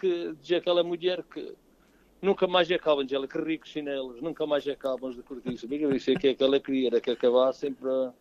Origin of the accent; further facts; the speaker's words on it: Vila Real, Portugal; Nós aqui, inclusive na minha aldeia, é o Santo António o padroeiro.